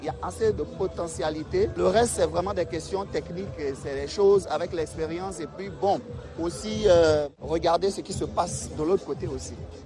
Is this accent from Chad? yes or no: yes; Chad; now in Côte d'Ivoire; je salue toute la population tchadienne, mon pays d'origine. C'est vrai que je suis en Côte d'Ivoire ici, mais mon cœur est là-bas.